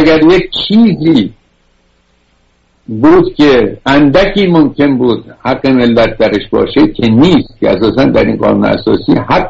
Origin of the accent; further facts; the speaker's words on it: Iran; ما که ایرانی هستیم، دمیان 2000 و فلان قد مدنیت داریم، پس چرا ما ذلیل شدیم، کشورمون از دست دادیم و اینها؟